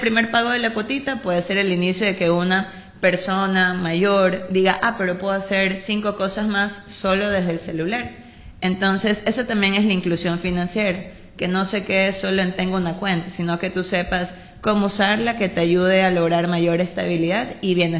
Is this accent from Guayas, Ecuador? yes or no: yes; Guayaquil, Guayas, Ecuador; Soy de Guayaquil.